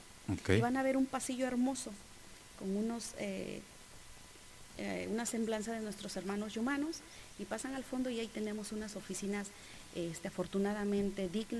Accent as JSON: {"language": "Spanish", "country": "Mexico", "said": "todos los que radicamos en este bello y hermoso país somos mexicanos y tenemos descendencia indígena"}